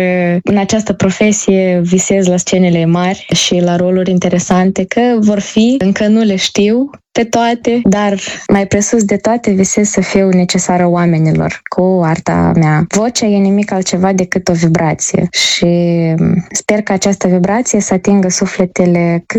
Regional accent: Moldova; now in South Korea; Deci spun cu mândrie că sunt din Republica Moldova, avem cu ce ne mândri și simt chiar și o responsabilitate enormă fiind printre puținii reprezentanți ai țării noastre aici în Coreea.

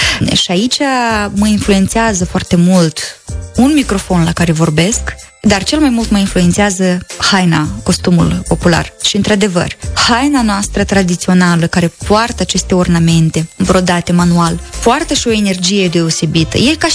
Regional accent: southern Codri, Moldova; zona de sud de codru. De codru mai mult, pentru că eu însă și satul meu este amplasat la o fâșie de pădure de liliac și iată cumva poate și asta m-a influențat. Pentru că eu în copilărie mă duceam să culeg liliac

